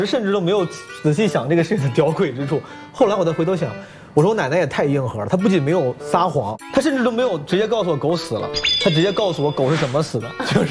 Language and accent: Chinese; Henan, China; 我老家是河南